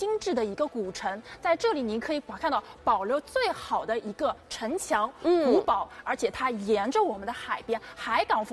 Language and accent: Chinese; United Kingdom; 也是我们英国人周末度假的一个圣地。